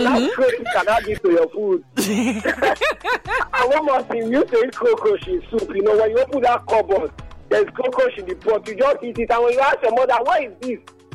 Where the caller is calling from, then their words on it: Badagry, Lagos, Nigeria; I'm coming from Badagry.